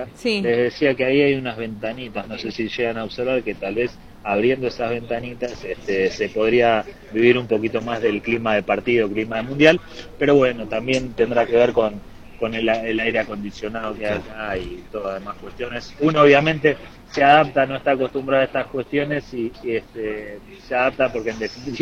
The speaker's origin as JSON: {"language": "Spanish", "country": "Argentina", "said": "uno como argentino, como futbolero"}